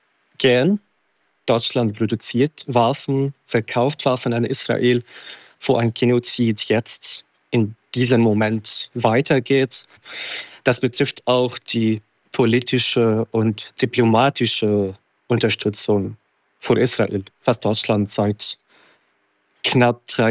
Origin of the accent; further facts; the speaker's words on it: Palestine; Als Palästinenser tue ich mich mit dieser Frage schwer.